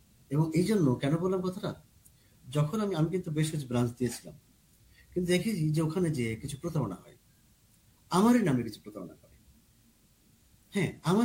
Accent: Kushtia, Khulna Division, Bangladesh; moved away; আমার বাড়ি যেমন কুষ্টিয়া

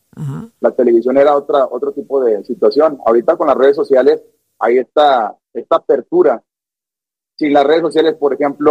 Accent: Nuevo León, Mexico; trabajar por la gente de mi estado

